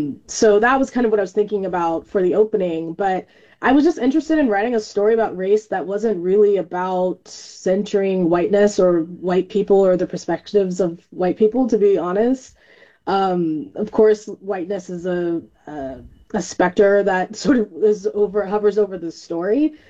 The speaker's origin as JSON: {"language": "English", "region": "California", "country": "United States", "said": "And I'm from California, so I had no cultural connection to that or any knowledge about these places even existing."}